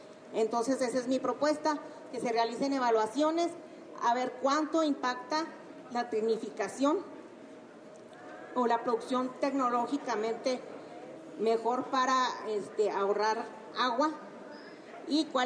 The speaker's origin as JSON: {"language": "Spanish", "town": "Saucillo", "region": "Chihuahua", "country": "Mexico", "said": "yo también vengo de Saucillo, que está ubicado en la región Centro"}